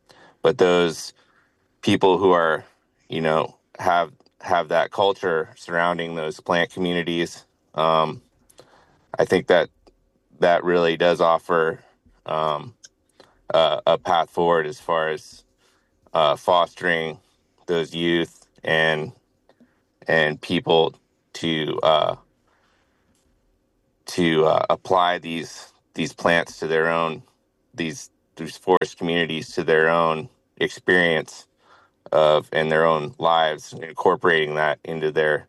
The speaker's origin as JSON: {"language": "English", "region": "California", "country": "United States", "tie": "born or raised there", "said": "I grew up in Southern Humboldt on Elk Ridge."}